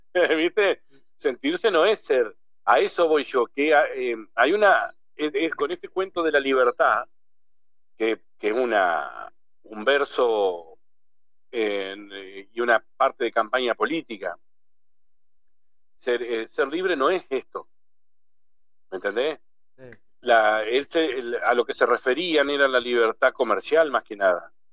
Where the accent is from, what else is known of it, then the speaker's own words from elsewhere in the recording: Argentina; Porque todos somos ciudadanos argentinos.